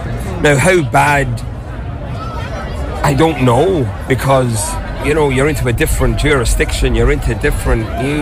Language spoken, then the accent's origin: English; Carrickmacross, Ulster, Ireland; I'm from Carrick Across, a lovely wee town in County Monaghan